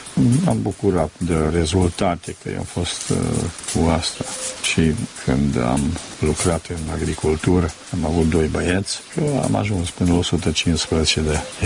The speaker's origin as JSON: {"language": "Romanian", "town": "Sălaș", "country": "Romania", "tie": "born or raised there", "said": "cam m-am crescut la Sălaș, nu vreau să mă bag până acolo în spate"}